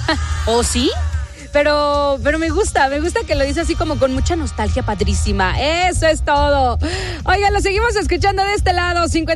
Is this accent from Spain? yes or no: no; State of Mexico, Mexico; allá en Cuautitlán Izcalli, sí, yo te soy del Edomex, ¿eh?